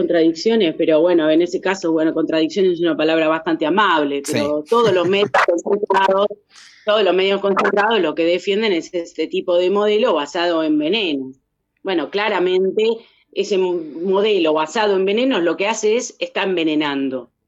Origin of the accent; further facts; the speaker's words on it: Pergamino, Buenos Aires Province, Argentina; En este caso soy de Pergamino, ¿viste?